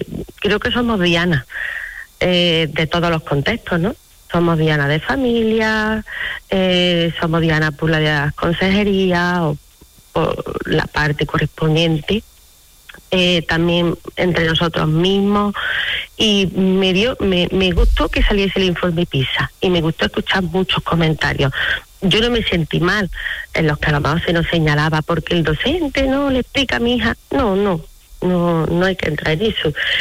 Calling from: Fernán-Núñez, Andalusia, Spain; Pues mira, yo soy de un pueblo de la campiña cordobesa, concretamente soy de Fernanduñez.

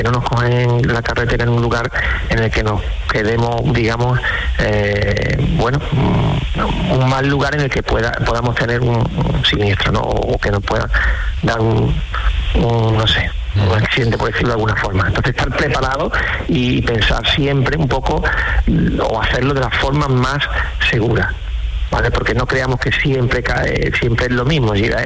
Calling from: Dos Hermanas, Andalusia, Spain; A ver, de Dos Hermanas, Sevilla.

